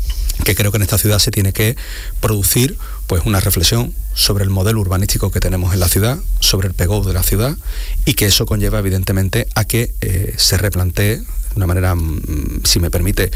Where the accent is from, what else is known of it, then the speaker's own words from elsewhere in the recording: Cádiz, Andalusia, Spain; para los que somos de aquí de Cádiz